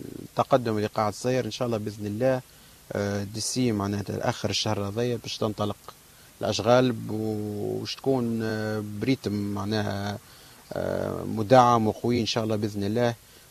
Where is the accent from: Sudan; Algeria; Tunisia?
Tunisia; عندنا في تونس